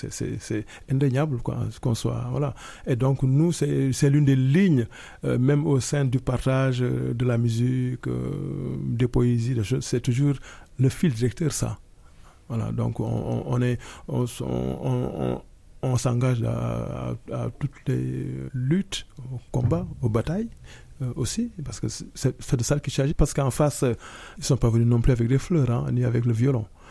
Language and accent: French; Senegal; Là, je ne parle pas en tant que Sénégalais ou en tant que Franco-Sénégalais, je parle juste en tant qu'humain